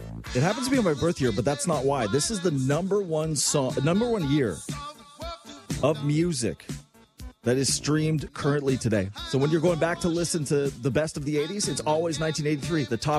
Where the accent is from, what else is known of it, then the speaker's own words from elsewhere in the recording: Quebec, Canada; I grew up in Quebec.